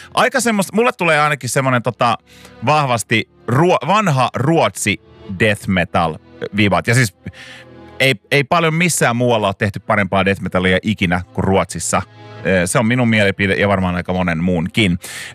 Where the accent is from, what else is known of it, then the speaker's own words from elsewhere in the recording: Lapinjärvi, Uusimaa, Finland; Lapinjärvi. Sieltä on bändin pääarkkitehti siis kotoisin, Anton Kavanen. Sieltä minäkin olen kotoisin